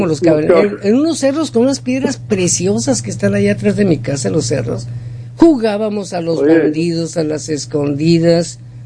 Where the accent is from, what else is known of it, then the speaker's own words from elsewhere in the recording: Hermosillo, Sonora, Mexico; Mira, acabo de ir a mi ciudad natal. Mi ciudad natal es Hermosillo, Sonora, México, ¿ok?